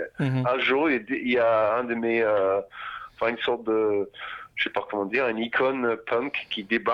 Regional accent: England, United Kingdom; now in Paris, France; Et moi, je suis anglais

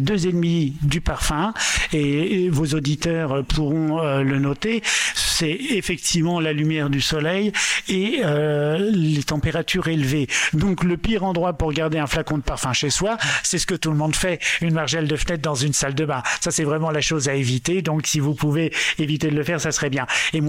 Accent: Belgium; also born or lived in France; Mais j'ai passé plus de temps de ma vie en Belgique, donc je suis belge et français.

